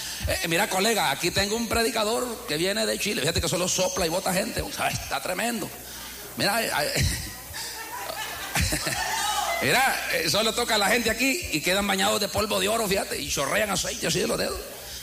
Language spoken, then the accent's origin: Spanish; La Unión, El Salvador; soy de aquí de Oriente, soy de la Unión, vivo predicando en todo este Oriente, vivo predicando en este país, en Centroamérica.